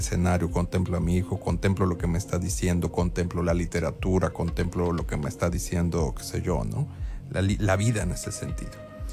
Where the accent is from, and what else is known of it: Mexico